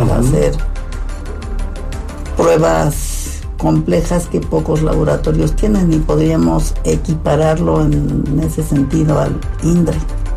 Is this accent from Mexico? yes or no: yes; Mexico; todos somos mexicanos